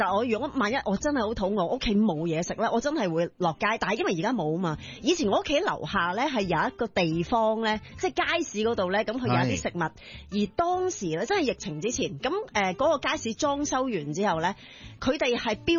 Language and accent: Cantonese; Hong Kong; 其实由细到大咧，我谂我即系作为一个香港人